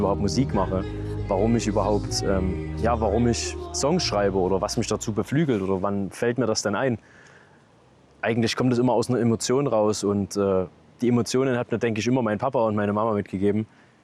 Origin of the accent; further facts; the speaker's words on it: Reichenbach, Germany; für Reichenbach, meine Heimat, was ich hier erlebt habe